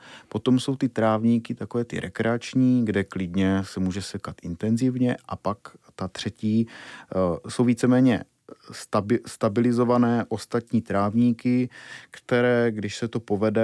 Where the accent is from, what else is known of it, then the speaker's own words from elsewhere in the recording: Šumice, Zlín Region, Czechia; dělá se to úplně hore nohama, jak se říká u nás v Šumicích.